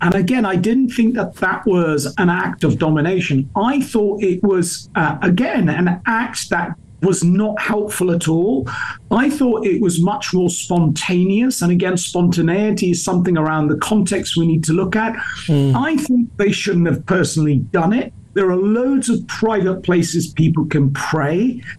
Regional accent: United Kingdom; I speak as a British Muslim member myself

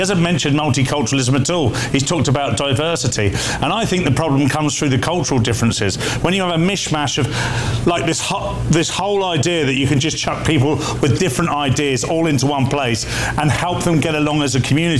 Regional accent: Portsmouth, South East England, United Kingdom; So I grew up in Portsmouth. I watched Portsmouth and the area I grew up in, just outside of Portsmouth, change completely.

